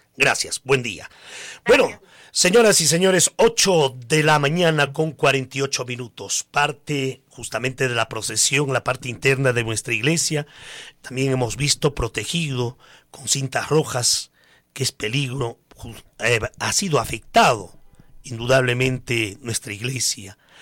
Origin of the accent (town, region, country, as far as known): Coracora, Ayacucho, Peru